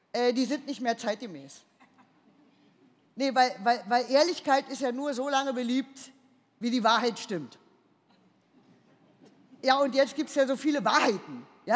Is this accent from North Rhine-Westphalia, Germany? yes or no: no; Berlin, Germany; accent: Berlin dialect; was ihr hier seht, ist eine der letzten überlebenden und doch vom Aussterben betroffenen gebürtigen Westberlinerinnen